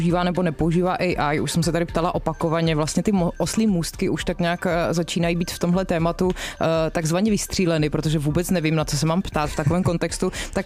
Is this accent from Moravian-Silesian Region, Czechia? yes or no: yes; Ostrava, Moravian-Silesian Region, Czechia; No, já se přiznám, že tak já jsem vyrůstala v Ostravě